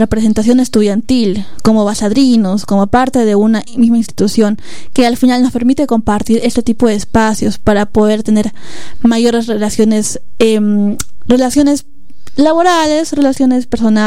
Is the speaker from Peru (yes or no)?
yes; Peru; para identificarnos más como peruanos